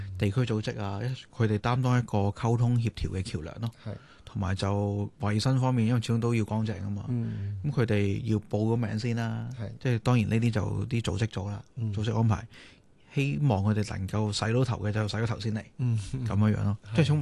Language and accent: Cantonese; China; 同埋我都好即系好欣赏我哋中国人有个说话咧，身体发肤受诸父母啊